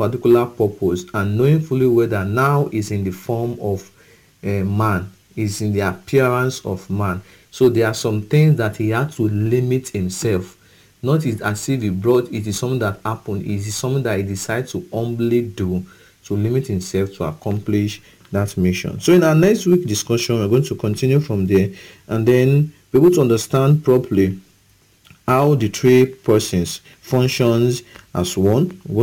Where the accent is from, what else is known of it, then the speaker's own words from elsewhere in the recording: Okada, Edo, Nigeria; from Okada Town, Edo State, and it's a pleasure having this discussion with you.